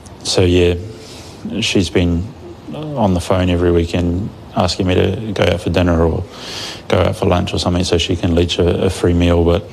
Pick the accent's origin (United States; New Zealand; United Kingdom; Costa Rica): New Zealand; moved away as an adult; also born or lived in Tokyo, Japan; what it's like being or growing up in New Zealand